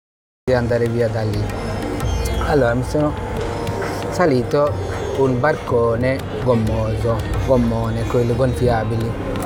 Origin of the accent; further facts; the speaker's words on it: Bangladesh; Italian is a second language; moved away as an adult; now in Genoa, Italy; Io vengo dal Bangladesh.